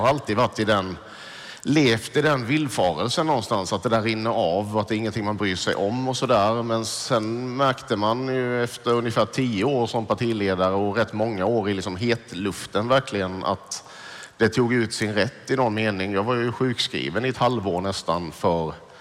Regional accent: southern Sweden, Sweden; jag är från en liten kommun, en liten stad i södra Sverige

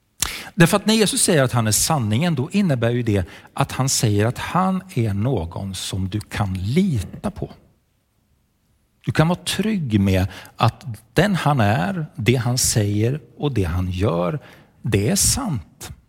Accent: Sweden; men jag kommer från Sverige.

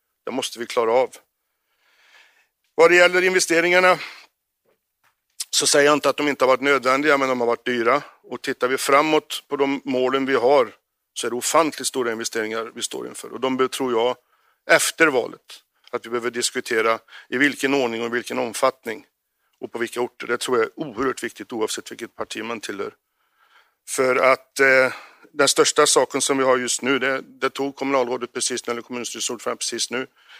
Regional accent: Arentorp, Västra Götaland County, Sweden; Och jag har lärt mig när jag säger att jag är från Varan. Det är jag ju inte för jag är från Arentorp.

